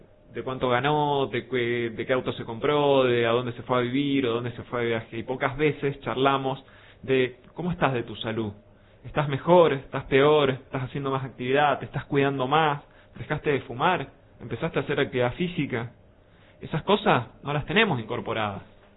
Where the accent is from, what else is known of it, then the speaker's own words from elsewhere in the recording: Argentina; Muchas veces el cariño que tenemos como argentinos, como sociedad afectuosa que somos, por ahí terminamos confundiendo y normalizando todo esto